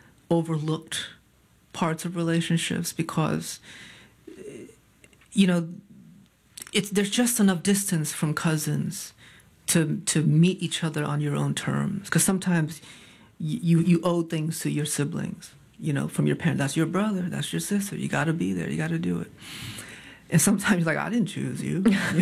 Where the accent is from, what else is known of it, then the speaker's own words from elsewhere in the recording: Hartford, Connecticut, United States; So when I was growing up in Hartford